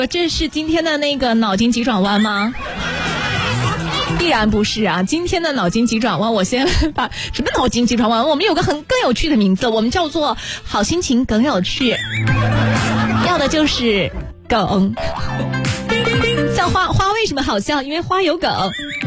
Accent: Xuzhou, Jiangsu, China; 咱们徐州现在就是越来越时髦了，

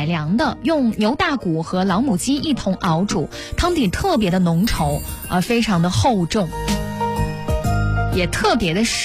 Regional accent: Xuzhou, Jiangsu, China

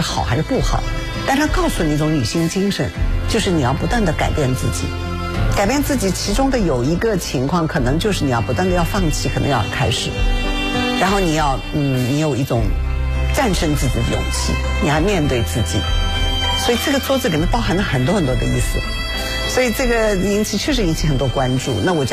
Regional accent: Hangzhou, Zhejiang, China; 我是杭州人

